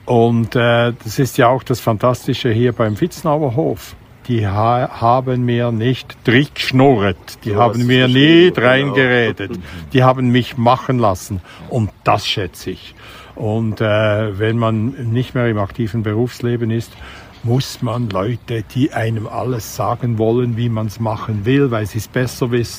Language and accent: German; Bern, Switzerland; Und da bist du ertappt als Berner.